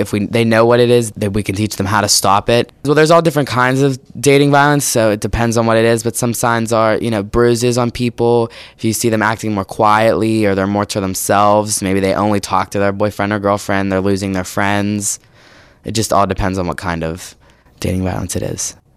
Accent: South Allegheny, Pennsylvania, United States; I'm from South Allegheny, and I'm in 11th grade.

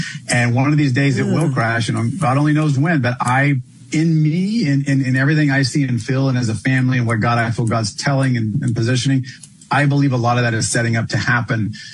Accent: Texas, United States; I grew up in Central Texas, we would always travel out to New Mexico and drive through West Texas. This is back, you know, 80s, 90s.

